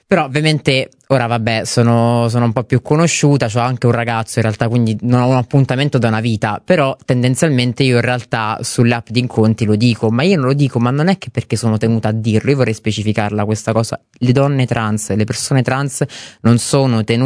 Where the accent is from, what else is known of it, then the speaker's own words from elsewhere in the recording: Reggio Calabria, Calabria, Italy; moved away; io sono di Reggio Calabria, una famiglia calabrese